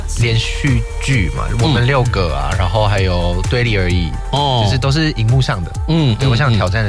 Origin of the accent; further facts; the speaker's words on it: Malaysia; 虽然我是马来西亚人